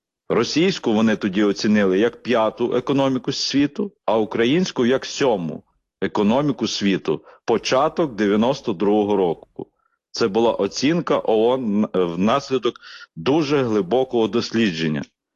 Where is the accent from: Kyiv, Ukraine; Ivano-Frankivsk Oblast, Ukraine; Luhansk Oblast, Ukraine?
Ivano-Frankivsk Oblast, Ukraine; Kolomyia; в Івано-Франківській області, в моїй рідній Коломиї